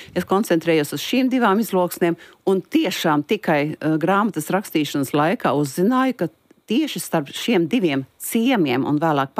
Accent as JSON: {"language": "Latvian", "area": "Ziemeri", "region": "Alūksne Municipality", "country": "Latvia", "tie": "born there", "accent": "Ziemeri subdialect", "said": "tur es no 5. Klases dzīvoju ziemar izloksnē"}